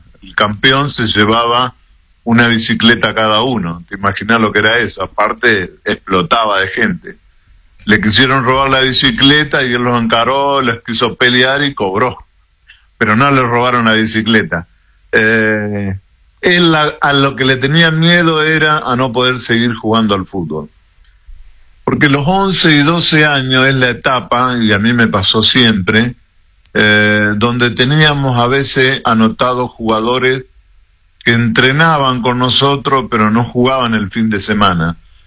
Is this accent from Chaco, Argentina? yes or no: no; Rosario, Santa Fe, Argentina; yo soy de Rosario, pero de la contra.